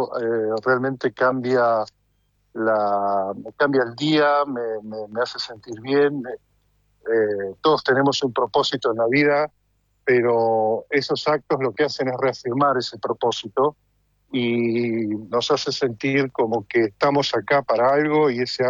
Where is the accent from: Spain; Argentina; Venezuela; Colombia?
Argentina; now in North Holland, Netherlands; nuestro estilo de vida argentino, pero acá es muy normal. Es muy normal el neerlandés o el holandés. Yo vivo en Holanda.